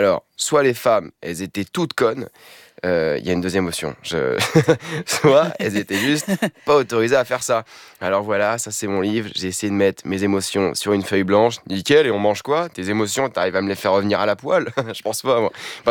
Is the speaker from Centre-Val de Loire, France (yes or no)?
yes; Amboise, Centre-Val de Loire, France; Moi, j'ai grandi à Amboise, ville où est mort Léonard de Vinci